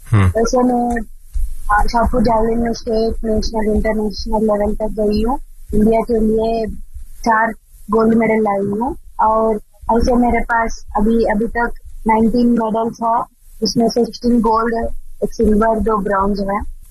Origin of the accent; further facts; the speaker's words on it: Andhra Pradesh, India; मैं आंध्र प्रदेश से हूं